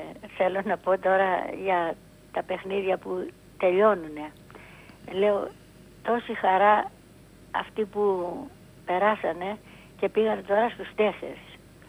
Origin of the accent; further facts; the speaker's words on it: Kavala, Eastern Macedonia and Thrace, Greece; εγώ είμαι από την Καβάλα και πολλές φορές πηγαίναμε στην Καβάλα